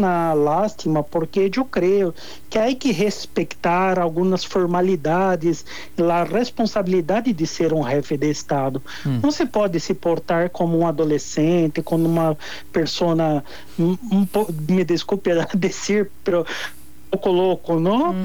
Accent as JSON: {"language": "Spanish", "country": "Brazil"}